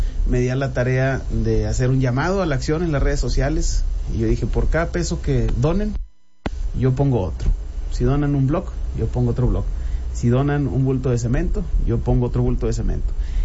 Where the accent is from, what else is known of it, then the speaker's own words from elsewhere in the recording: Saltillo, Coahuila, Mexico; Es el distrito que me vio nacer, que me vio crecer. Yo nací en el Hospital Magisterio y me crié toda mi vida en Lomas de Lourdes hasta que me casé.